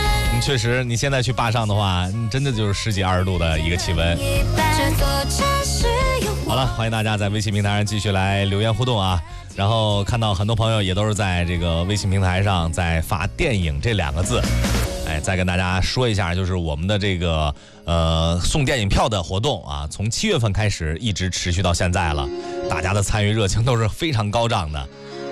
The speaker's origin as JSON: {"language": "Chinese", "town": "Qiqihar", "region": "Heilongjiang", "country": "China", "tie": "born or raised there", "said": "因为我小时候是在黑龙江的齐齐哈尔长大的"}